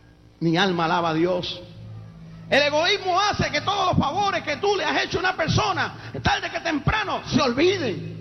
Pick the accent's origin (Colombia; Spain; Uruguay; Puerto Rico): Puerto Rico; born there; Hay un refrán en Puerto Rico, donde yo nací